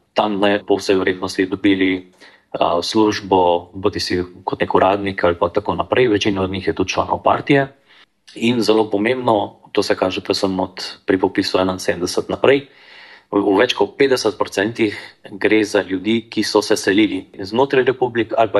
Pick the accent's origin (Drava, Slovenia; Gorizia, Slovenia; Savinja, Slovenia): Savinja, Slovenia; Šmartno ob Paki; iz mojega rojstnega kraja, se pravi, na Šmartno opaki